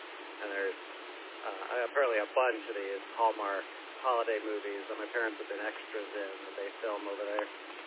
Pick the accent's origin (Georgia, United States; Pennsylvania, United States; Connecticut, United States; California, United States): Connecticut, United States; moved away; up where I grew up in Connecticut.